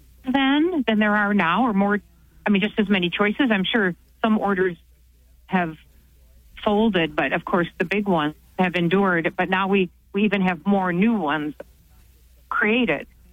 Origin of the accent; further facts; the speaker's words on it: Janesville, Wisconsin, United States; now in Maple Grove, United States; my parish where I grew up in Janesville, Wisconsin, was St. John Vianney Parish.